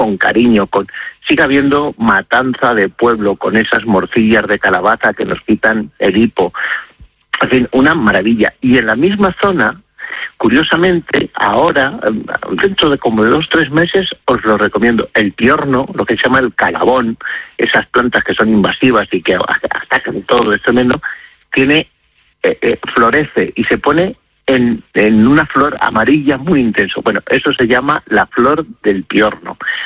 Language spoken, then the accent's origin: Spanish; Castile and León, Spain; also born or lived in Madrid; ¿cómo no lo voy a conocer si es mi tierra? Si es que yo me crié tirando cantos a los del pueblo de arriba, a los de Navasequilla